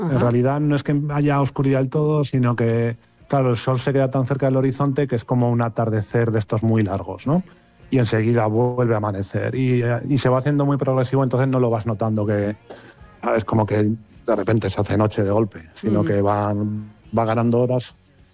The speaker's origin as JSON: {"language": "Spanish", "town": "Teruel", "region": "Aragon", "country": "Spain", "lives_now": "Iceland", "said": "ahora he estado en España, vine ayer a Islandia porque quería ver el eclipse, yo soy de Teruel."}